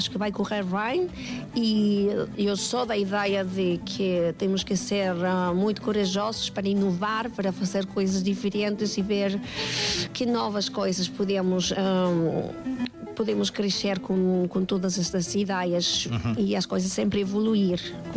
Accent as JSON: {"language": "Portuguese", "country": "Mexico", "second_language": "Portuguese", "lives_now": "Portugal", "said": "portanto o meu México está no coração e o Portugal é na minha terra, mas também é o meu coração, mas é a minha terra também agora, é a minha casa"}